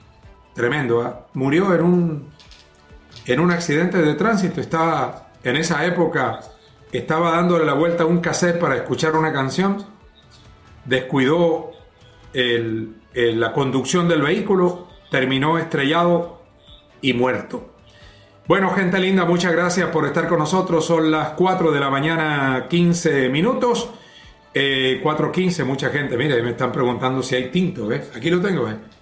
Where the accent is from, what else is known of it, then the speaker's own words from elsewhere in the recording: San Felipe, Valparaíso, Chile; now in Coquimbo, Chile; Bueno, mi pueblo natal está cumpliendo años hoy.